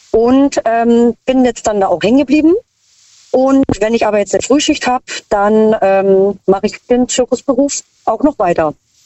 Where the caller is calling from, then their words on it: Mannheim, Baden-Württemberg, Germany; Mannheim.